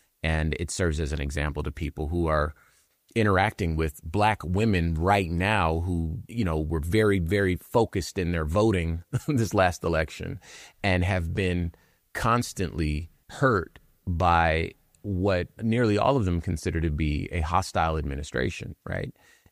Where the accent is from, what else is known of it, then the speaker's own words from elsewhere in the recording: Compton, California, United States; You know, I'm from Compton.